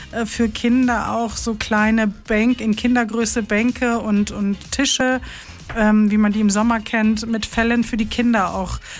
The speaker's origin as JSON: {"language": "German", "region": "Rhineland", "country": "Germany", "tie": "born there", "moved": "yes", "said": "weil ich bin gebürtig aus dem Rheinland"}